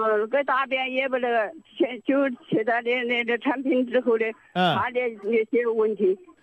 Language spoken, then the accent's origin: Chinese; Kinmen, Kinmen County, Taiwan; 我是金门的人呐、